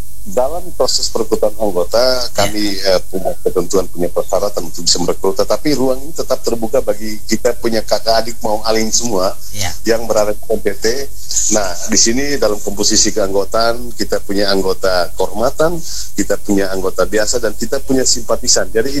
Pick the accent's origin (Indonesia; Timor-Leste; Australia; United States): Timor-Leste; adat kita Timoroan. Nah, kita semuanya kita orang Timor.